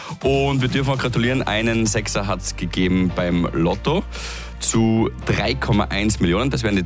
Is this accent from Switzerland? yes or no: no; Graz, Styria, Austria; da freue ich mich natürlich als Grazer besonders